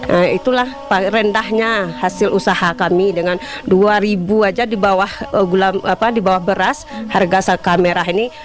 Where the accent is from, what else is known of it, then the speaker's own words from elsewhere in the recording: West Sumatra, Indonesia; Boleh dibilang dari kecil, dari bayi kami dibesarkan di Pondok Kilangan ini. Ini sudah lama sekali karena ini turun-temurun peninggalan dari leluhur kami. Jadi kalau dibilang lama, sudah lama sekali.